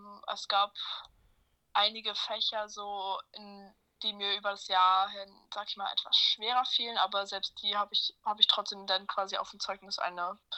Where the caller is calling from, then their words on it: Rostock district, Mecklenburg-Vorpommern, Germany; Also ich wohne tatsächlich auch im Landkreis Rostock.